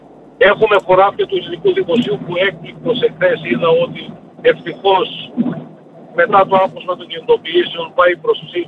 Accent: Serres, Central Macedonia, Greece; Είμαι από τις Σέρες, ένα νομό ο οποίος έχει πολλά τριφύλια, είχε και μεγάλη κτηνοτροφία

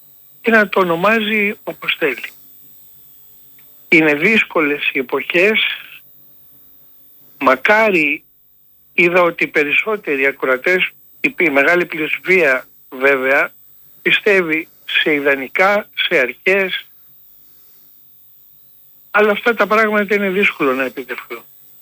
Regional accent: Athens, Attica, Greece; born there; Όχι, εγώ έχω γεννηθεί στην Αθήνα.

